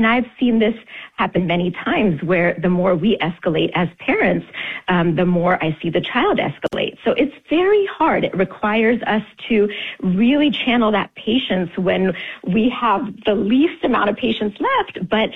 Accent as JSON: {"language": "English", "region": "Tennessee", "country": "United States", "tie": "born or raised there", "said": "You know, I remember growing up in Tennessee in my elementary school."}